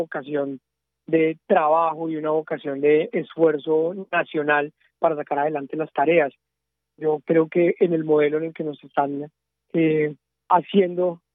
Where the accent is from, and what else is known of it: Colombia